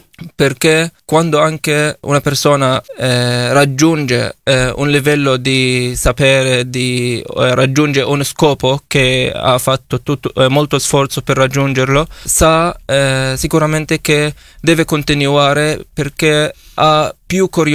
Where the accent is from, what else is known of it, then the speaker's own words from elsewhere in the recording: Rafah, Gaza Strip, Palestine; Italian is a second language; moved away as an adult; now in Italy; sono nato a Rafah, nella Striscia di Gaza, il 12 settembre 2004. Vengo dalla Palestina, della città di Rafah.